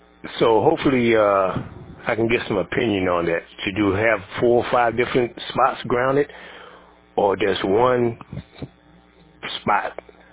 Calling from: Wake Forest, North Carolina, United States; around beautiful Wake Forest, North Carolina.

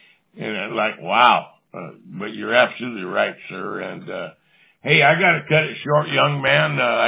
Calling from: Tolleson, Arizona, United States; here in Tolleson, Arizona.

